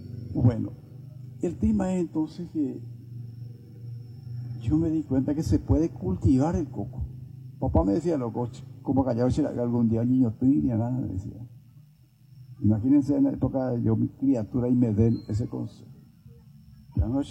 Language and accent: Spanish; San Lorenzo, Central, Paraguay; yo soy de San Lorenzo. Tengo 77 años de edad.